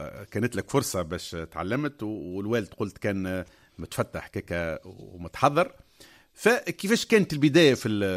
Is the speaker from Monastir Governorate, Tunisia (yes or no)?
yes; Khniss, Monastir Governorate, Tunisia; born there; ابن مدينتي خنيس